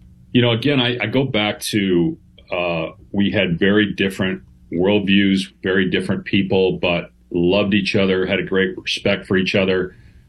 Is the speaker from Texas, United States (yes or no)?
no; Madison, Wisconsin, United States; I grew up in Madison, Wisconsin, so I was not that familiar with Marty Glickman until I got